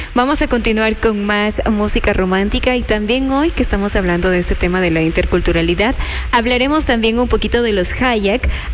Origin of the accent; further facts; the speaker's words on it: Ecuador; este símbolo de identidad que tenemos como ecuatorianos, nuestra música folclórica, nuestras raíces indígenas.